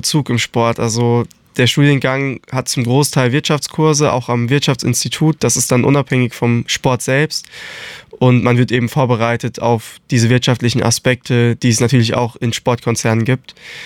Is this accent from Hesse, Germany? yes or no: yes; Darmstadt, Hesse, Germany; Ich komme hier aus Darmstadt und ich bin Radsportler.